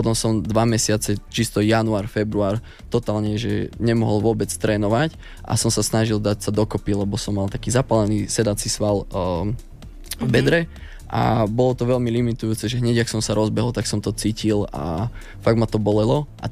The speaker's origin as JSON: {"language": "Slovak", "region": "Žilina Region", "country": "Slovakia", "said": "u nás na Kysuciach"}